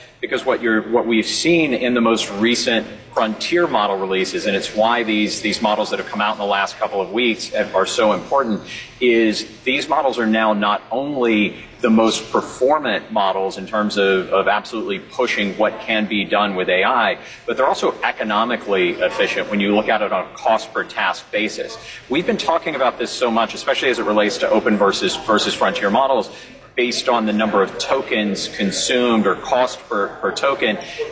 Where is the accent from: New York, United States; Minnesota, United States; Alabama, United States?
Alabama, United States; my home state of Alabama.